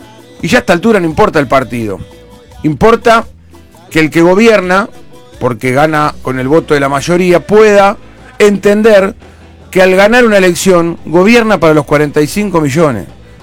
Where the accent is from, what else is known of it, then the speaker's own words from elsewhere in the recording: Argentina; Todos los argentinos que somos solidarios